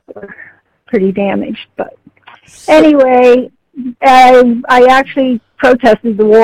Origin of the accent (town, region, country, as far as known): Pennsylvania, United States; born there; moved away as an adult; now in Vermont, United States